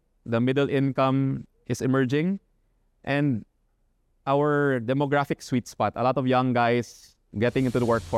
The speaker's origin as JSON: {"language": "English", "country": "Philippines", "said": "I take pride on being Filipino."}